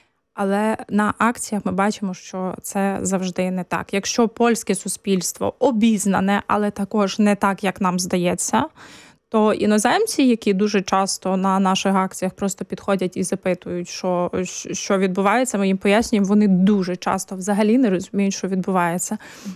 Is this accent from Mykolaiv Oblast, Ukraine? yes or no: no; Ternopil Oblast, Ukraine; Я з Тернопільської області, тому як мама, чи в тебе там все добре.